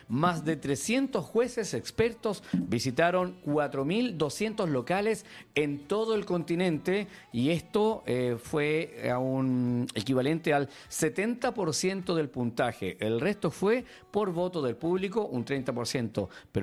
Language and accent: Spanish; Chile; Me siento más chileno que nunca.